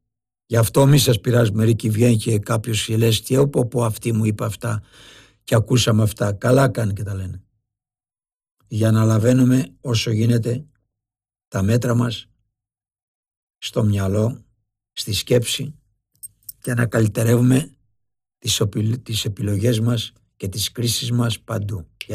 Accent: Lefkada, Ionian Islands, Greece; moved away; Να πήγα στα μέρη μας Βάσο.

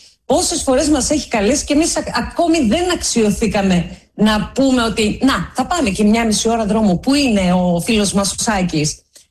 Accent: Trilofo, Central Macedonia, Greece; also born or lived in Monospita, Naousa; Να δώσω πολλούς χαιρετισμούς στα χωριά μου, στον Τρίλοφο της Βέρειας και στα Μονόσπιτα της Νάουσας.

